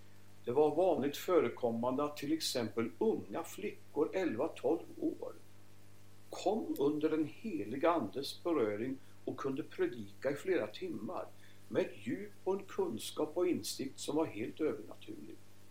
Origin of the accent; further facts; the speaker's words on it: Örebro County, Sweden; Närke. Det här är min hembygd. Vi sitter här i Närke nu, mina hembygder.